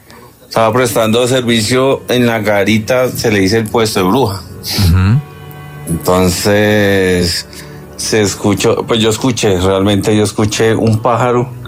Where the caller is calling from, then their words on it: Bogotá, Colombia; Vamos desde Bogotá